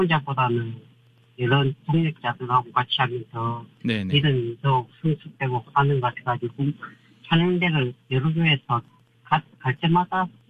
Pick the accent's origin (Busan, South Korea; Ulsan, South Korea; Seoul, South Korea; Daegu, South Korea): Busan, South Korea; moved away; 제가 이제 부산에서 고향이 부산인데